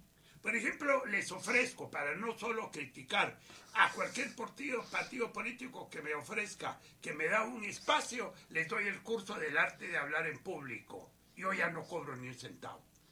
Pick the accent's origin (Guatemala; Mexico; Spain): Guatemala; me fui a conocer el país del mundo y no conocía mi tierra maravillosa.